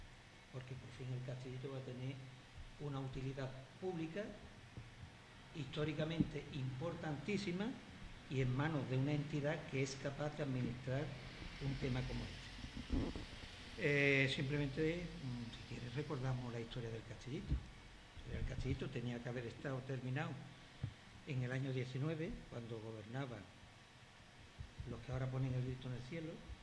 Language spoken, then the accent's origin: Spanish; Sanlúcar de Barrameda, Andalusia, Spain; yo por encima de todo lo que quiero es a mi pueblo